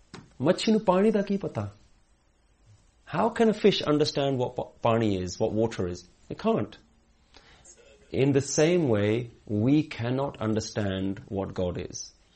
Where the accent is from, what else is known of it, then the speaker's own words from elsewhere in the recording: London, United Kingdom; I come from London, so it takes a very long time for me to just see the coast.